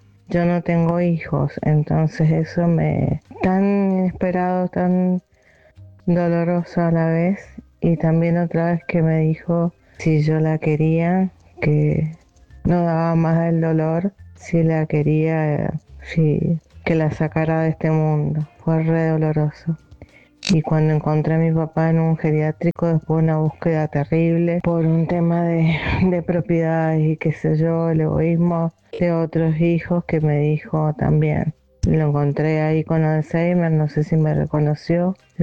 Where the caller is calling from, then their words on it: Mendoza, Argentina; de Mendoza